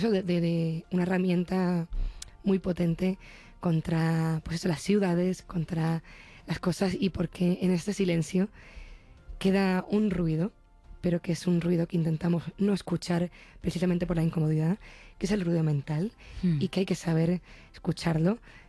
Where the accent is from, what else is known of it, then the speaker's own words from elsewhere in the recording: Los Llanos de Aridane, Canary Islands, Spain; 24 de octubre del 2024, que toqué en la plaza de los Llanos de Aridane, mi pueblo, frente a mi pueblo gratuitamente y sobre todo frente a mi abuela.